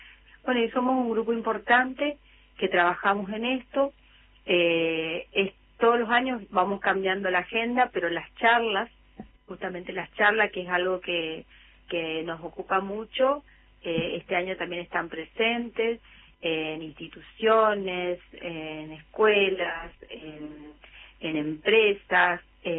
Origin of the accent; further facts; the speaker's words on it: Chaco, Argentina; now in Puerto Iguazú, Argentina; yo soy chaqueña, y porque tengo familia en Esquina, Corrientes